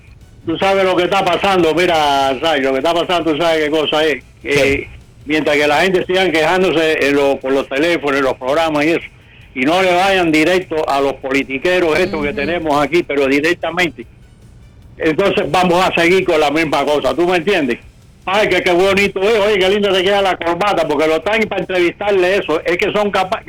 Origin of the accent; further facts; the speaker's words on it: Cuba; moved away; nosotros somos cubanos también y yo conozco Cuba.